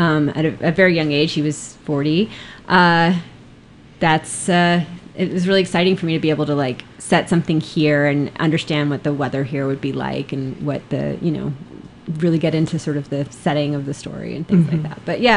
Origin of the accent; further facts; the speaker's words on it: Clearwater, Florida, United States; moved away as an adult; Well, I grew up in Florida, on the west coast of Florida, in Clearwater, and then I went up north for college, and then I wound up in the DC area because of a guy.